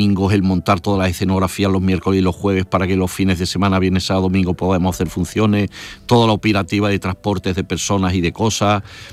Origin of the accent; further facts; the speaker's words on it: Málaga, Andalusia, Spain; No, yo soy malagueño.